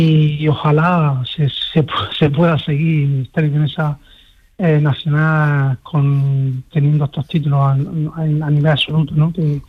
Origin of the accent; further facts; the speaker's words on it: Granada, Andalusia, Spain; lo digo ya como jugador, como granadino y como todo